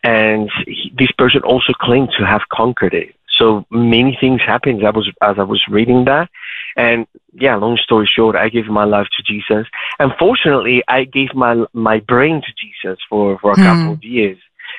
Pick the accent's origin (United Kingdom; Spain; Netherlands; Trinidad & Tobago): Spain; English is a second language; So what happened, I grew up in Spain, and I grew up nominal Catholic.